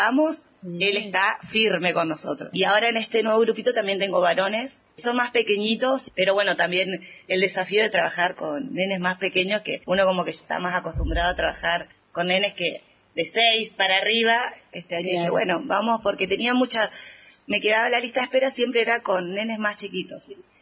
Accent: Buenos Aires, Argentina; now in Río Mayo, Argentina; Yo llegué en el 2023 a Río Mayo, vengo de Buenos Aires, casada con gendarme, entonces esta vida nos lleva un poquito a vivir en muchos lugares.

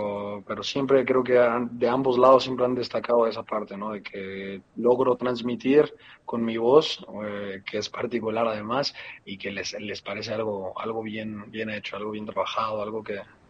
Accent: State of Mexico, Mexico; also born or lived in Torreón; que yo creo que fue cuando llegué aquí a mi ciudad de Torreón. Soy nacido aquí, pero me crié en el Estado de México por 15 años.

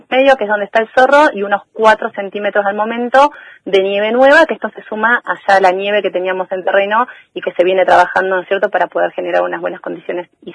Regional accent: Esquel, Chubut, Argentina; para los que somos de Esquel

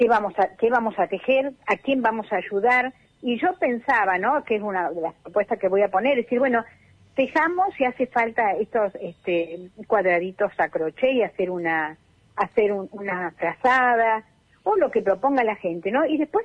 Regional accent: Astra, Chubut, Argentina; bueno, acá viste que somos de Astra, así que por ahí puede decir, en los kilómetros conozco a alguien

